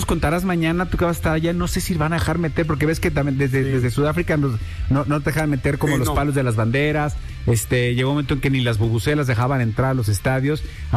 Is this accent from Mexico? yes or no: yes; Mexico